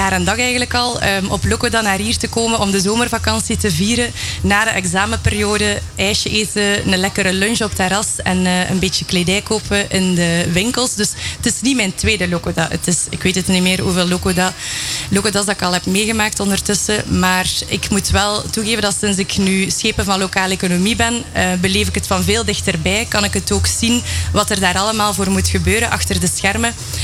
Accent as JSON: {"language": "Dutch", "town": "Moerbeke", "region": "Flanders", "country": "Belgium", "said": "Ja, ik ben zelf afkomstig van Moerbeke. Dus ik ben een fusieproductje dat is mee mogen fusioneren richting Lokeren."}